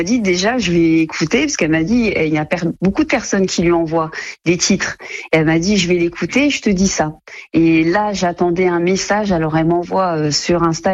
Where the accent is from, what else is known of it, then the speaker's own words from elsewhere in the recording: Paris, Île-de-France, France; now in Metz, France; moi, à la base, je viens aussi de Paris et ça fait maintenant des années que j'habite à Metz. Et pour moi, voilà, je suis messine aussi.